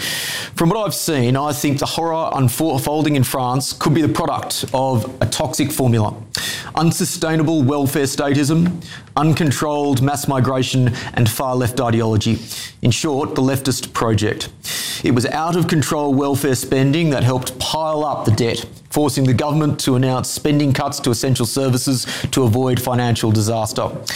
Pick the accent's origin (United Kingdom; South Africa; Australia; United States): Australia; accent: Australian; my Australian accent